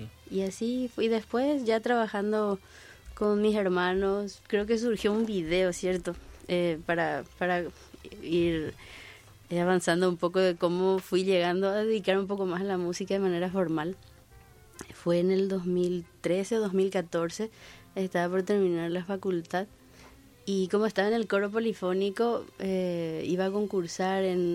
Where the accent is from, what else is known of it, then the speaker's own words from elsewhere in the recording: Paraguay; also born or lived in Buenos Aires; y eso quería yo también, traer acá y sentir eso en mi país.